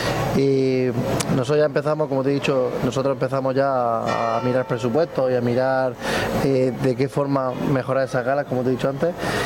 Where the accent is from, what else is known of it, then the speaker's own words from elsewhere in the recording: Águilas, Region of Murcia, Spain; los que somos de Águilas ya desde pequeñicos empezamos con el tema del carnaval